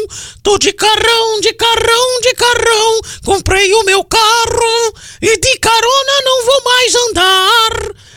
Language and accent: Portuguese; Rio Grande do Sul, Brazil; also born or lived in Massachusetts, United States; Eu sou do Rio Grande do Sul, tchema, que rico. Uma barbaridade, gosto muito dos mineiros aqui. De Governador Valadares, morei muito em Massachusetts.